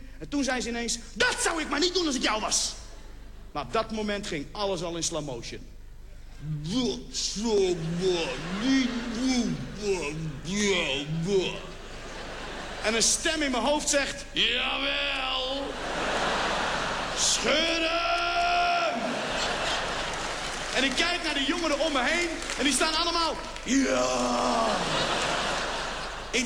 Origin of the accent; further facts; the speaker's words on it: Morocco; now in Netherlands; Ik zeg, ik ben gewoon een Marokkaan die heel goed Nederlands kan praten en af en toe tegen een boom aanpist.